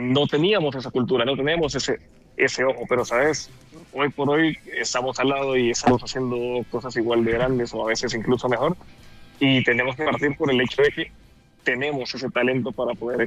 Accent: El Salvador; moved away; Yo me recuerdo cuando recién salí de El Salvador

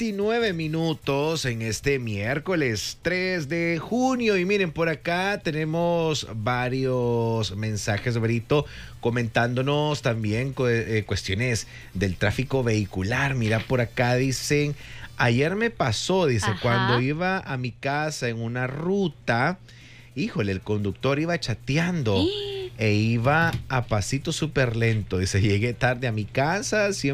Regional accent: Santa Ana, El Salvador; moved away; yo vengo de Santa Ana y a veces estando allá

